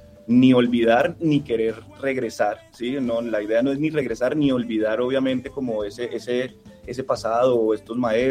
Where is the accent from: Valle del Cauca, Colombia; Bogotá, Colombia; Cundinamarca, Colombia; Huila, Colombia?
Huila, Colombia; yo soy huilense, yo soy opita